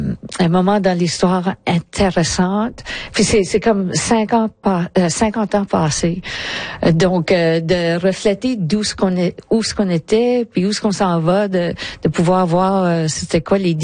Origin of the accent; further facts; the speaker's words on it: Lille, Hauts-de-France, France; Ça représente un peu mon enfance à Lille.